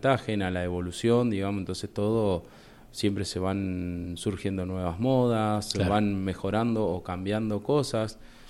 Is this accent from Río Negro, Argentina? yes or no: yes; Viedma, Río Negro, Argentina; Nosotros, bueno, venimos, dos de los instructores venimos de Viedma